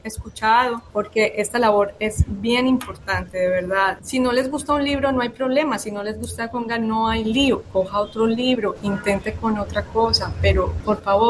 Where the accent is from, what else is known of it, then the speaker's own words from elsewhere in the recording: La Ceja, Antioquia, Colombia; moved away; la ceja no podía faltar en esta obra. Yo tenía que incluirla porque es mi tierra, porque es mi espacio, porque es hermosa, porque es un valle divino, porque la temperatura es excelente, porque la gente es supremamente educado, es un lugar limpio